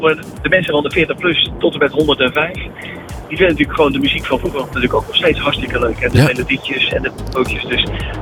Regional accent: Zeeland, Netherlands; En we wonen in de buurt van Goes en we komen uit Zeeland.

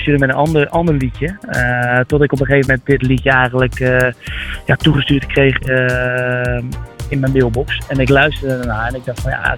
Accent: Schiedam, South Holland, Netherlands; born there; Nou, we hebben de clip eigenlijk in mijn eigen woonplaats opgenomen in Schiedam. Waar ik geboren ben en ik woon daar nog steeds.

